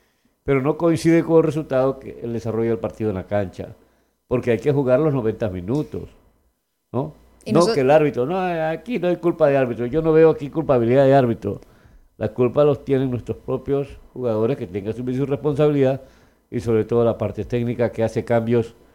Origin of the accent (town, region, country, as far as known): Ecuador